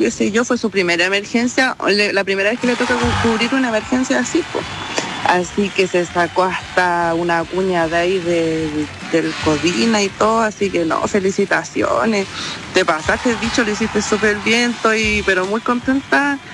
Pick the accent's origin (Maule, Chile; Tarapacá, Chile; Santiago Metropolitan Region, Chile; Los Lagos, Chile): Santiago Metropolitan Region, Chile; Puente Alto; de Puente Alto, desde el Cine Costanera